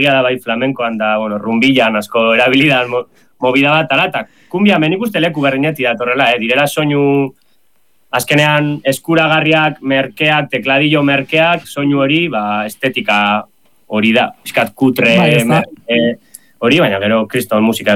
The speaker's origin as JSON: {"language": "Basque", "region": "Basque Country", "country": "Spain", "said": "ni bizkaitarra naz"}